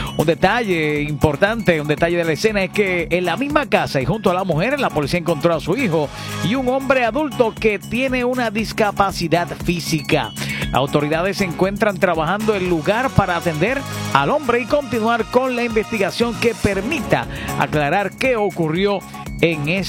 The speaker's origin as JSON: {"language": "Spanish", "town": "Moca", "country": "Puerto Rico", "said": "No, yo no soy de allá. Yo soy un jíbaro de Moca y a mucho orgullo."}